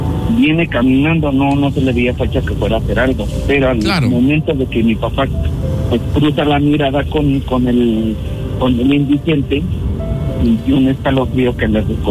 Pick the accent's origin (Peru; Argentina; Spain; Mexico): Mexico; Santa María Actipac, Puebla; Se llama Santa María Actipac. Un saludo para todos los chintamales.